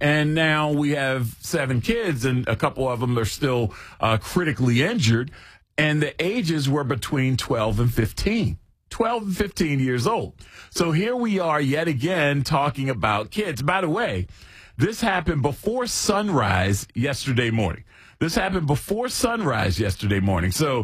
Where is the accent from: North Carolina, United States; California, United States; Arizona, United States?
North Carolina, United States; Charlotte; born there; I was born in 81 in Charlotte, North Carolina.